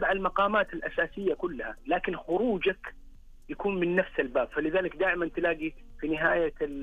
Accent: Hejaz, Saudi Arabia; نحن عندنا في الحجاز نسميه المشق

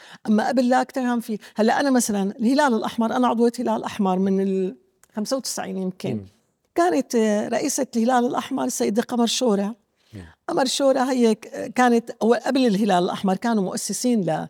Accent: Syria; رجعت الفرحة لقلبنا أنه نحن سوريين ما عدنا يعني قبل زمان زمان زمان كنت وين ما رحت أنت سوري

